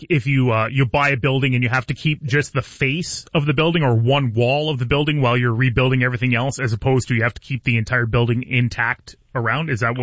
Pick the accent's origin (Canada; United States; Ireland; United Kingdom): Canada; Belle River, Ontario; I grew up in Belver